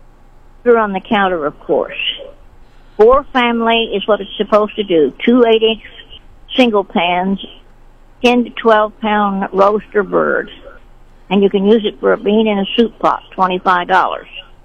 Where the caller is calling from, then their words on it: Sedalia, Missouri, United States; I'm calling from Sedalia.